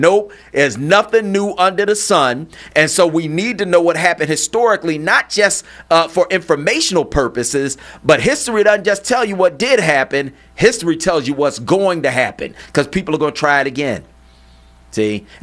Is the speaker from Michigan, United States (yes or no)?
no; Philadelphia, Pennsylvania, United States; I'm from Philly.